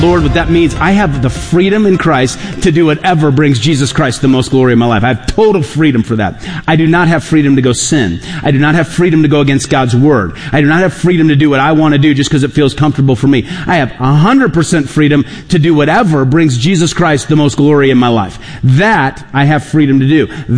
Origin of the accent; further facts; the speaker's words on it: United States; Because I'm an American and I'm an individual